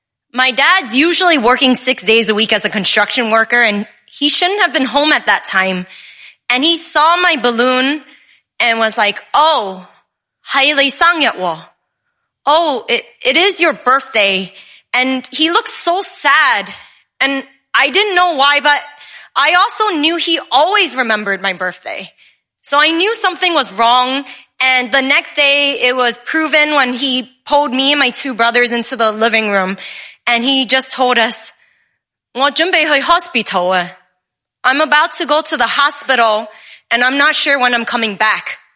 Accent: New York City, New York, United States; I am from Chinatown in Manhattan in New York City

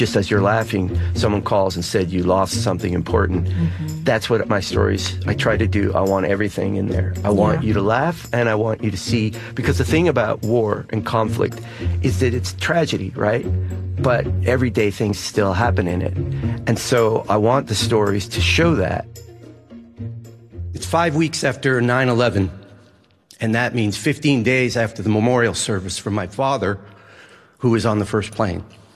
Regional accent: Massachusetts, United States; I grew up in Massachusetts, studied Russian, went to the Soviet Union, became a journalist, and worked at the Boston Globe and the Washington Post for 25 years.

